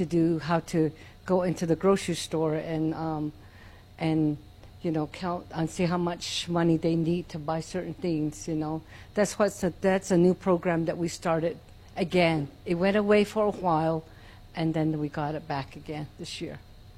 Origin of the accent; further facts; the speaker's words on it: Tlachi, Arizona, United States; I'm from Tlachi.